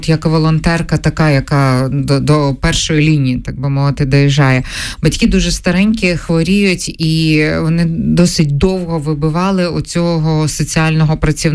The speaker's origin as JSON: {"language": "Ukrainian", "town": "Brovary", "region": "Kyiv Oblast", "country": "Ukraine", "tie": "born or raised there", "said": "от я вам наведу приклад із моїх рідних Броварів."}